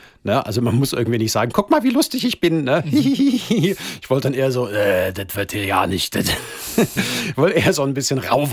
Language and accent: German; Frankfurt, Hesse, Germany; accent: Frankfurt dialect; meine Eltern sind beide in Frankfurt aufgewachsen, aber beide keine gebürtigen Frankfurter. Aber wir haben ihn gekonnt, unsere Lehrer haben so gesprochen, wir haben es auf der Straße gehört und so.